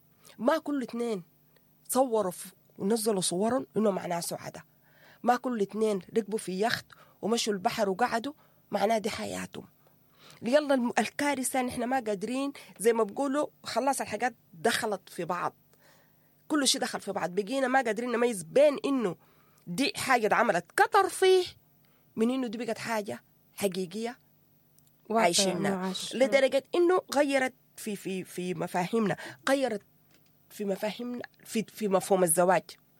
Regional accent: Sudan; احنا كمجتمع سوداني

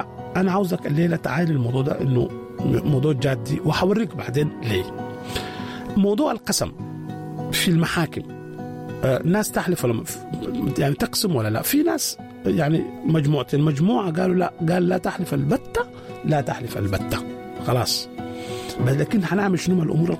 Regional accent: Sudan; يعني العادة دي منتشرة جدا عندنا في السودان

